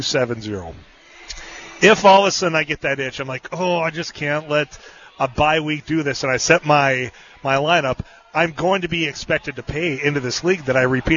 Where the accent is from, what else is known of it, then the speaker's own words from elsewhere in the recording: Leeds, Yorkshire and the Humber, United Kingdom; somebody from my hometown of Leeds